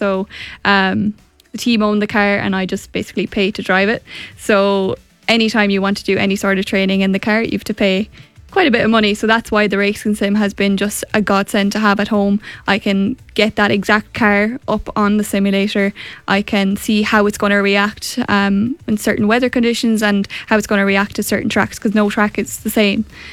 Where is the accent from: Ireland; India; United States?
Ireland; I'd qualified for the Formula Woman Nations Cup as an Irish competitor